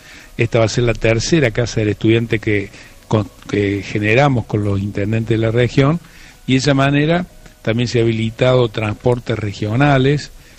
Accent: La Palestina, Córdoba, Argentina; yo vengo de un pueblito de la Palestina, llegué a Villa María, y a partir de ahí, después la vida me llevó a ser un estudiante universitario

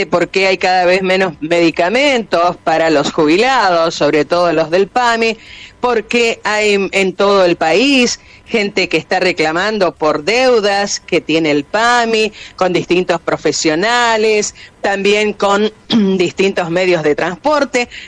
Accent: Argentina

